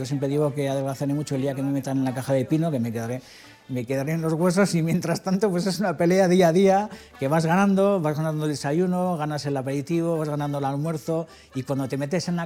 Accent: Hondarribia, Basque Country, Spain; pasan por la calle San Pedro de mi pueblo. Que normalmente la gente de mi pueblo se lo cuenta y no se lo creen y la ponen y pues sí, sale Fuenterrabía en el comienzo de la película.

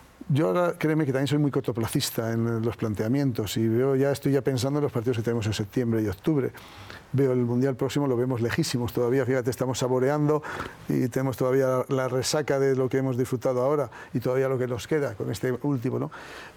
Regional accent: Spain; es un orgullo grandísimo ser español.

